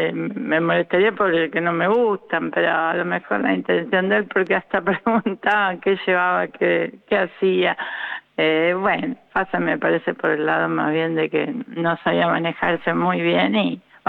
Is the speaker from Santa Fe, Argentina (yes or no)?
yes; Rosario, Santa Fe, Argentina